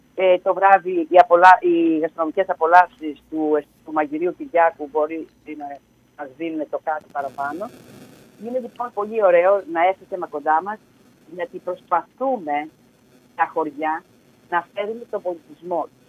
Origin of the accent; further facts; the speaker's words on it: Aigio, West Greece, Greece; Εγώ βέβαια, όπως γνωρίζετε, είμαι από το Αίγιο